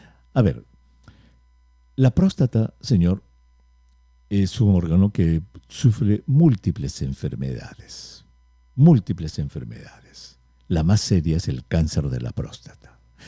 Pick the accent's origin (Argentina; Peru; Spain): Peru; Somos peruanos.